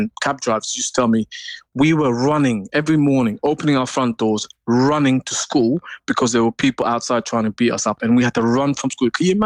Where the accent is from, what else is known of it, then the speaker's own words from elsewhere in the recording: London, United Kingdom; I'm from Summerstown originally, Camden